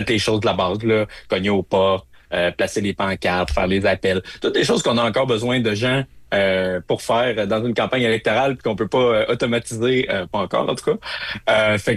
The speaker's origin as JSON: {"language": "French", "town": "Quebec City", "region": "Quebec", "country": "Canada", "said": "Bon, moi je viens de Québec, ça me dérange pas"}